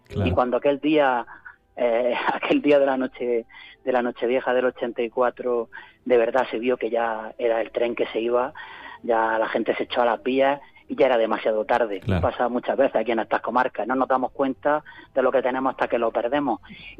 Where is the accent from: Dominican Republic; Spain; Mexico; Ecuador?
Spain; Baza, Andalusia; concejal aquí en mi ciudad, en mi tierra, vamos, para mí era lo más grande. Y yo, cuando tomé posesión, dije que una de mis metas como concejal del Ayuntamiento de Baza